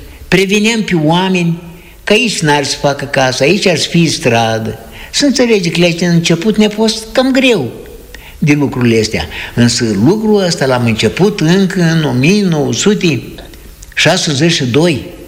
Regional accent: Baraboi, Dondușeni District, Moldova; moved away; în satul meu, Baraboi, acum e raionul Dondoșani, de unde m-am născut eu.

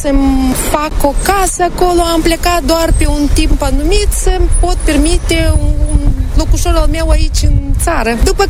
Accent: Dubăsari, Moldova; moved away as an adult; now in Italy; sunt din Dubăsari. Am plecat și eu 25 de ani în urmă

